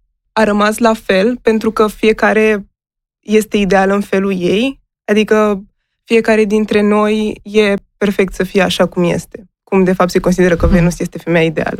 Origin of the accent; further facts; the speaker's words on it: Craiova, Dolj, Romania; now in Bucharest, Romania; Eu m-am mutat din Craiova în București și...